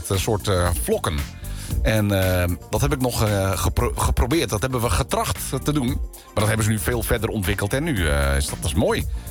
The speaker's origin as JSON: {"language": "Dutch", "region": "Friesland", "country": "Netherlands", "said": "Dus je hebt ook Drachten, is ook heel groot bij ons in Friesland."}